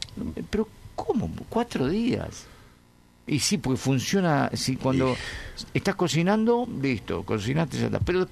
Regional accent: El Doradillo, Chubut, Argentina; Mirá vos, soy del Doradillo, acabo de pagar, ¿cuánto? 31.600 una garrafa

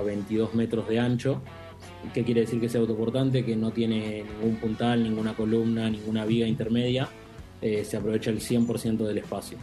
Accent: Neuquén, Argentina; Nosotros si bien somos neuquinos y fabricamos en Neuquén, enviamos, construimos y montamos en todo el país.

